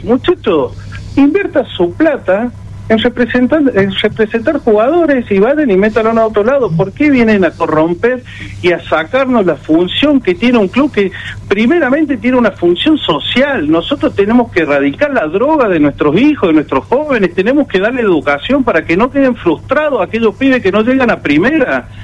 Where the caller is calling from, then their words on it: Argentina; como argentinos y amantes del fútbol